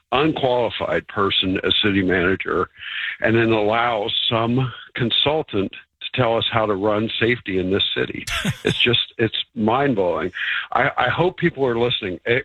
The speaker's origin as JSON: {"language": "English", "town": "Mount Airy", "region": "Ohio", "country": "United States", "tie": "born there", "lives_now": "Centerville, United States", "said": "I love Cincinnati. I live in Centerville. I was born in Mount Airy. All of my extended family lives in Cincinnati."}